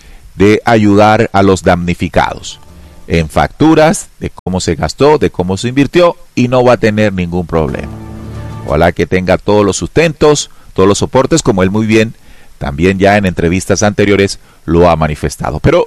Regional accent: Colombia; Colombia, nuestro país.

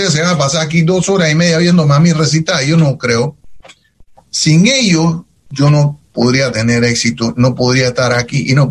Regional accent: Panama; moved away; Yo me fui de Panamá por la dictadura.

